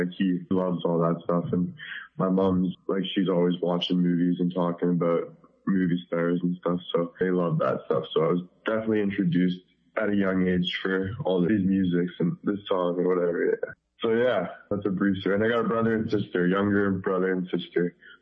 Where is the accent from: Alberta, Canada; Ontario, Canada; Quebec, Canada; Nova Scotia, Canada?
Ontario, Canada; Toronto; also born or lived in Ottawa, Canada; I was born in Ottawa, Canada, Ontario, and then I moved to Toronto area. So I grew up in Toronto, the outskirts of Toronto, and I played hockey my whole life.